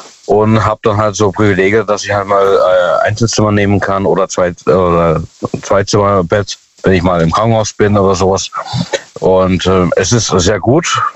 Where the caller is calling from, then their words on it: Ottersweier, Baden-Württemberg, Germany; Ja, aus Ottersweier.